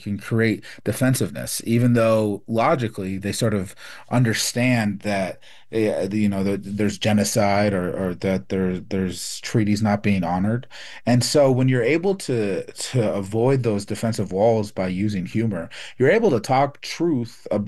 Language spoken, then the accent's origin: English; Phoenix, Arizona, United States; also born or lived in New Mexico; So I grew up in living in Phoenix, and then for winters and summers, I'd go back with my mom up in Vanderweg, New Mexico, and just live out there on the res.